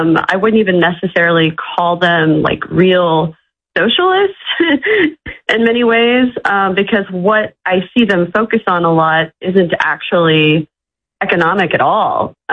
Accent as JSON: {"language": "English", "town": "Kansas City", "region": "Missouri", "country": "United States", "lives_now": "San Francisco, United States"}